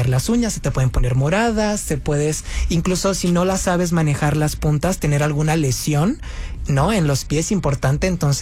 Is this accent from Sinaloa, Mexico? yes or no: yes; Culiacán, Sinaloa, Mexico; Saliendo, pues me regresé a Culiacán, yo soy sinaloense.